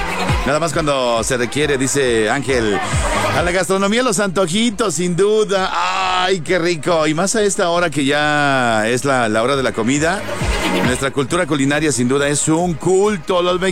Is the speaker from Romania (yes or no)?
no; Mexico; Aparte del fútbol, ¿qué más somos fanáticos los mexicanos?